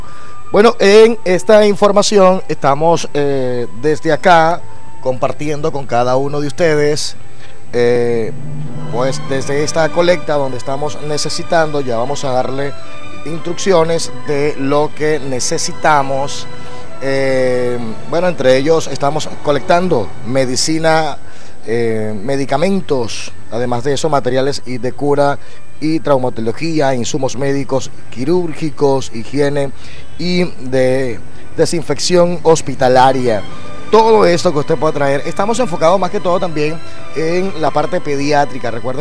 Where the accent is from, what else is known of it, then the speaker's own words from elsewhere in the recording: Venezuela; de esa hermandad como venezolanos.